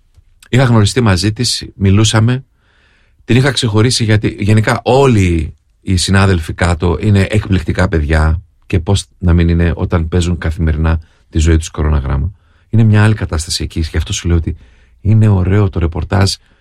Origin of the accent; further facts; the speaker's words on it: Greece; είδε ότι είμαι Έλληνας